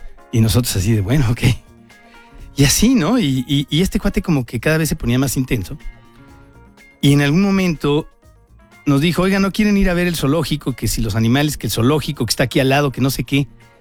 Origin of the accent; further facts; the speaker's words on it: Tijuana, Baja California, Mexico; now in Mexico City, Mexico; porque crecí en Tijuana.